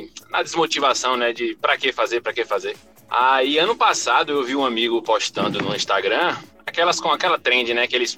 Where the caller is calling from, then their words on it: Barreiras, Bahia, Brazil; sou daqui de Barreiras, Bahia.